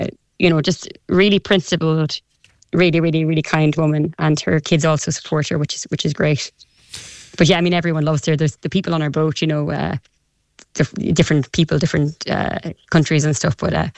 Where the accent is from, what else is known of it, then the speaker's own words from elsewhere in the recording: Ireland; This is not who we are as Irish people.